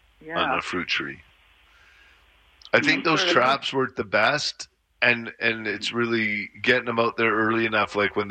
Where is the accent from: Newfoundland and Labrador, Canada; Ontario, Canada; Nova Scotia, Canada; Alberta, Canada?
Alberta, Canada; Calgary; when I was a kid growing up in Bowness